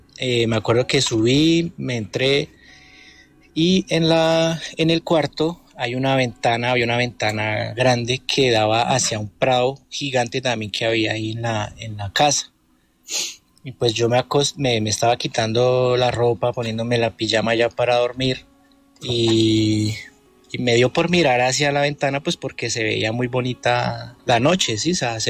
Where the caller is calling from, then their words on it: Tabio, Cundinamarca, Colombia; Yo soy de Tabio.